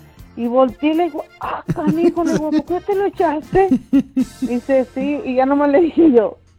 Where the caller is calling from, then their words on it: Mexico; soy mexicana.